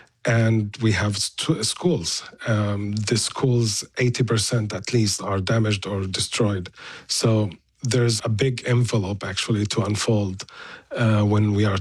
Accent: Gaza Strip, Palestine; born or raised there; moved away as an adult

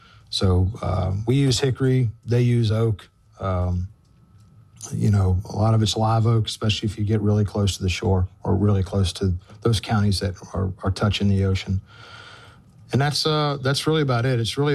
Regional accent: Memphis, Tennessee, United States; born there

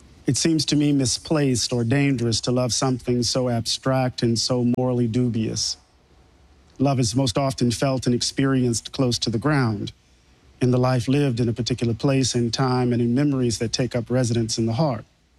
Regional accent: Mississippi, United States; Maybe it's because I'm from Mississippi.

